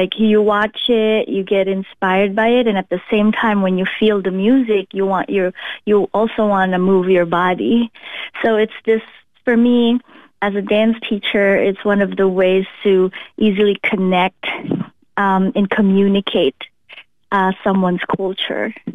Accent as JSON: {"language": "English", "country": "Philippines", "tie": "born or raised there", "moved": "yes", "lives_now": "Bellingham, United States", "said": "I'm from the Philippines. And growing up in the Philippines, we have a lot of festivals."}